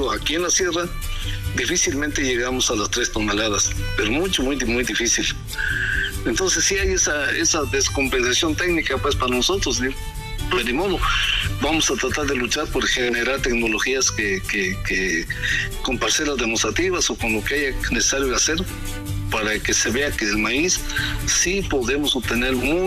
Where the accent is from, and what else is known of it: Mexico